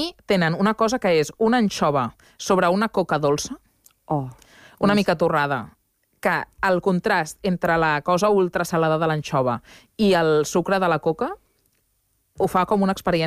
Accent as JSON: {"language": "Catalan", "town": "Barcelona", "region": "Catalonia", "country": "Spain", "said": "jo sóc molt barcelonina i de vegades peco una mica de centralisme"}